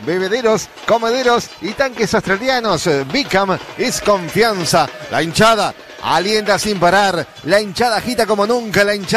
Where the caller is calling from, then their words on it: Ciudad de la Costa, Canelones, Uruguay; Y la ciudad de la costa, obviamente.